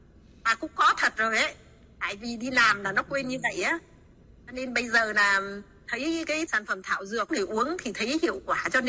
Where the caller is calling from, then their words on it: Dong Nai, Vietnam; cô ở Đồng Nai.